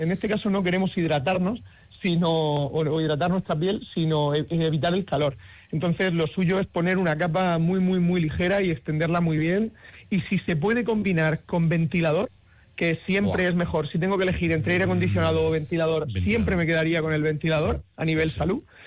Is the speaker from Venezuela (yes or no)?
no; Murcia, Region of Murcia, Spain; Pero claro, yo soy de Murcia, aquí la cosa es tremenda, ¿no?